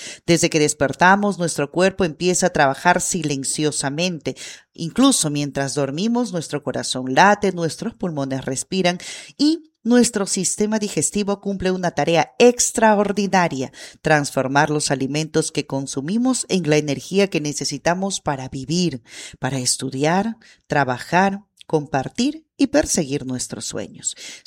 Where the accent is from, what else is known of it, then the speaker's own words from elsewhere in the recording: Peru; nuestra identidad como peruanos.